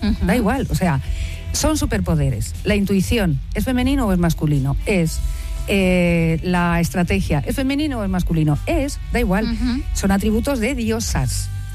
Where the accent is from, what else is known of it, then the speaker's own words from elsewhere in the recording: Madrid, Community of Madrid, Spain; No, soy de Madrid.